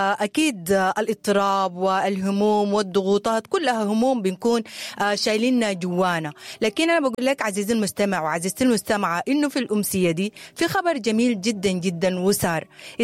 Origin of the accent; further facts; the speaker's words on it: Sudan; إحنا معروفين كسودانيين